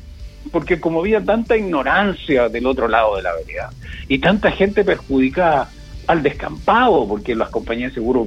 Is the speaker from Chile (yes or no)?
yes; San Rosendo, Biobío, Chile; now in Coquimbo, Chile; Yo llegué como guaso de San Rosendo con una canasta y una gallina a Coquimbo, me acuerdo, para el tsunami.